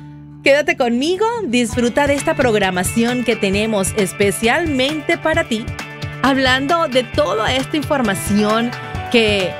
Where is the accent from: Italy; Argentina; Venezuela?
Venezuela; Y como saben, yo soy de Venezuela